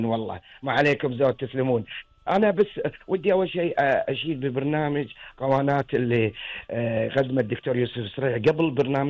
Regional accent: Kuwait; والله احنا اذا نتكلم التواضع احنا خير من نتكلم احنا ابناء الكويت. تواضع حكامنا واهل الكويت

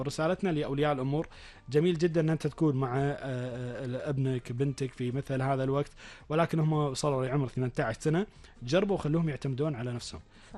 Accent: Kuwait; ونشوف مختلف الجامعات عندنا في الكويت

